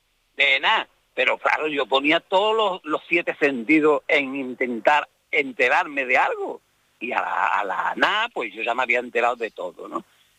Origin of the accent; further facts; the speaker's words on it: Andalusia, Spain; Porque yo ansiaba estar en mi tierra, porque yo estoy enamorado de Andalucía.